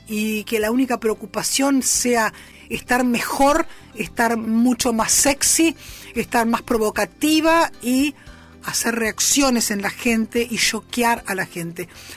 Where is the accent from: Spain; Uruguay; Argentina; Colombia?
Argentina; lo que somos los argentinos.